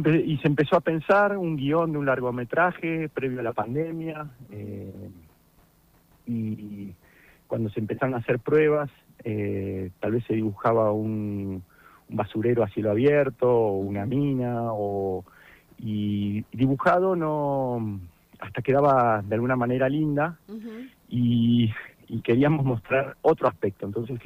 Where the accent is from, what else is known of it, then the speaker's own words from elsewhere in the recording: Bariloche, Río Negro, Argentina; yo soy productor ejecutivo, que vivo en Bariloche, soy de acá.